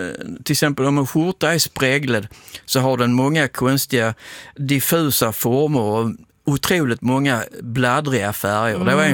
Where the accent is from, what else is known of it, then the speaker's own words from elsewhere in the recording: Hagestad, Skåne, Sweden; när jag växte upp i Hagesta, eller Hagesta säger man